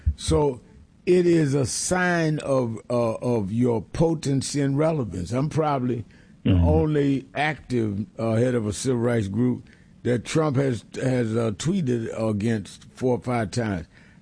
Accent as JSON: {"language": "English", "region": "New York", "country": "United States", "tie": "born or raised there", "said": "I was born and raised in New York"}